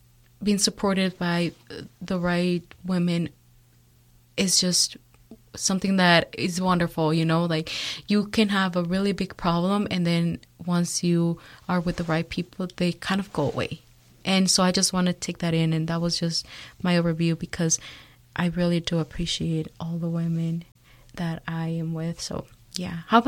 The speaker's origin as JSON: {"language": "English", "country": "Mexico", "said": "for the longest time, when I came here from Mexico, I used to feel very alone because I felt like I never had a community."}